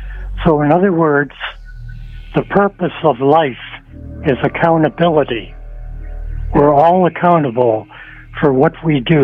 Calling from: Toronto, Ontario, Canada; I'm from Scarborough.

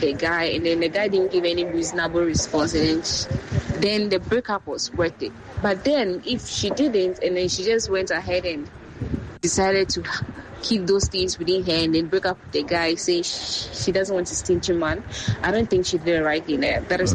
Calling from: Achimota, Greater Accra, Ghana; I'm speaking from Achimota.

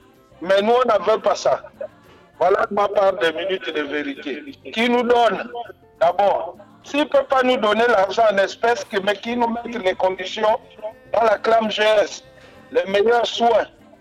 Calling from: Gabon; nous, les citoyens, que nous sommes gabonais.

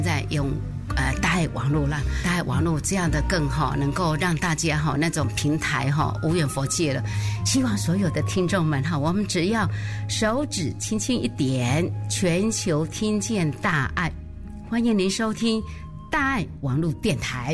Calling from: Taoyuan, Taiwan

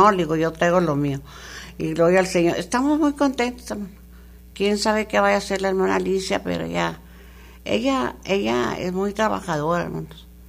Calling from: Mexico; Pero no se nos olvida que somos mexicanos.

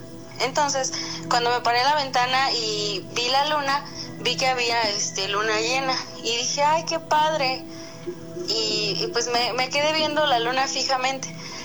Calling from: Querétaro, Mexico; soy del estado de Querétaro.

